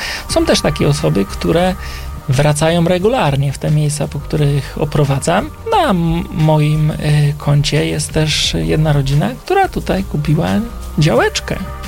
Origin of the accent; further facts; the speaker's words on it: Kielce, Świętokrzyskie Voivodeship, Poland; No bo daje mi jakiś obcy facet wizytówkę z zamku, a ja jestem z Kielc.